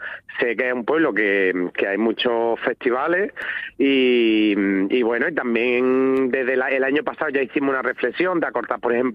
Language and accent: Spanish; Andalusia, Spain; accent: Cordobés; now in Asturias, Spain; No. Yo mi acento es cordobés, yo soy andaluz. Y yo vine hace como 5 años